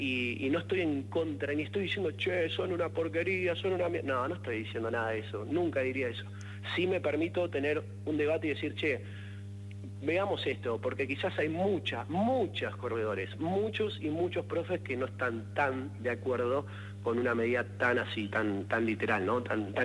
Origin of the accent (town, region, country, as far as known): Argentina